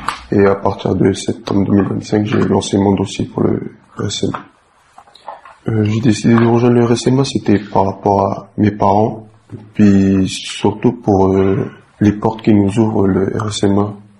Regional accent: Nouméa, South Province, New Caledonia

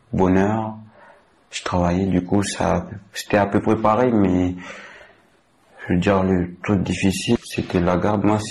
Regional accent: Lifou, Loyalty Islands Province, New Caledonia; J'ai 20 ans, je suis originaire de l'IFOU.

